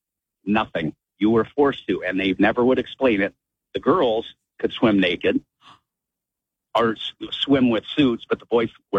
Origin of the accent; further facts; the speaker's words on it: Muskegon, Michigan, United States; I grew up in Muskegon